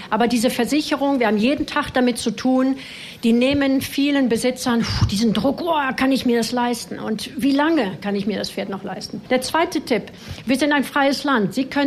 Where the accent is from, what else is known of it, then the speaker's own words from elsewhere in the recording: France; Aber das Gehalt, ich bin Französin